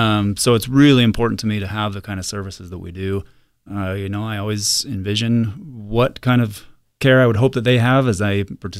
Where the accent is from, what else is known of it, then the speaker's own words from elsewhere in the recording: Salt Lake City, Utah, United States; also born or lived in East Coast; now in Billings, United States; So I'm actually from Salt Lake City, so I'm familiar with Thunder Mountain. Grew up with Primary Children's right in my backyard. My journey took me to the East Coast for a number of years.